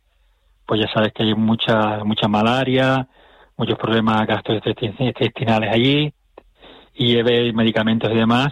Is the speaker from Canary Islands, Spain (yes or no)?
yes; Canary Islands, Spain; creo que soy el primer canario en la historia